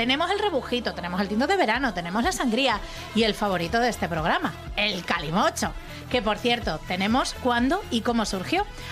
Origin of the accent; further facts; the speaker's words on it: Spain; nuestra querida Españita